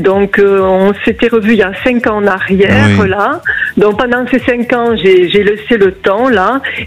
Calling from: Toulouse, Occitanie, France; De Toulouse.

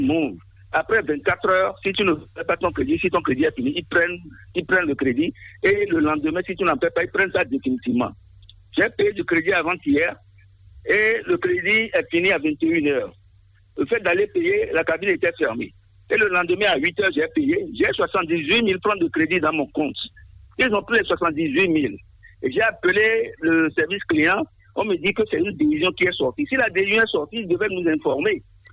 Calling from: Benin; J'appelle de Kassato.

